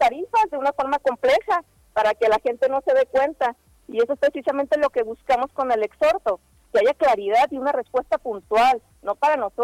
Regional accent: Villa de Álvarez, Colima, Mexico; sabes que soy de Villa de Álvarez, Israel es de Manzanillo.

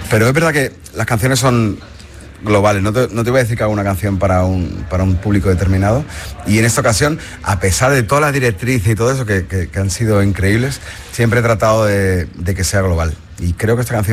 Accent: Badalona, Catalonia, Spain; Me entrevistaban en Badalona, que es mi casa, donde yo nací.

